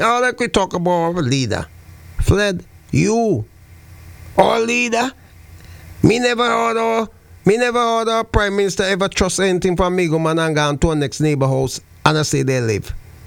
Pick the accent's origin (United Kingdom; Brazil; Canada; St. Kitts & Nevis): St. Kitts & Nevis; We have one of the, when it comes to inside my hometown, St. Kitts, Nevis, just around the corner, have more crime.